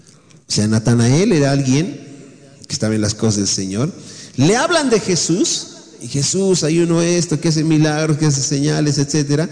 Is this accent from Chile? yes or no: no; Bolivia; nosotros como bolivianos